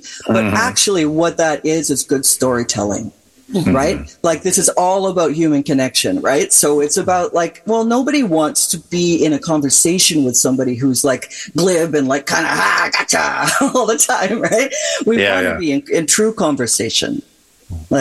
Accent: Canada; we were just like, "Hook, we're from Canada, howdy everybody,"

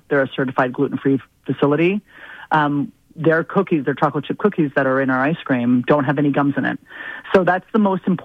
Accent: Canada; growing up here in Canada

